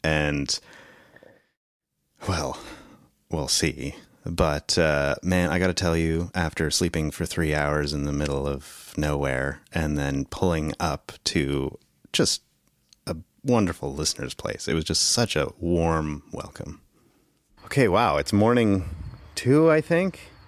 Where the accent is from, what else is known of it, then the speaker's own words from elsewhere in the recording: Canada; now in United States; also I am Canadian, but I'm driving a vehicle registered in the U.S.